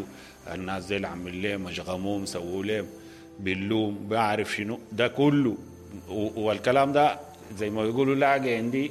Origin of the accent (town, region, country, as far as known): Sudan